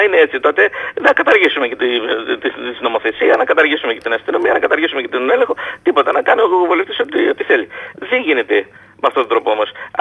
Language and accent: Greek; Greece; σαν Έλληνες είμαστε πάρα πολύ εύπιστοι.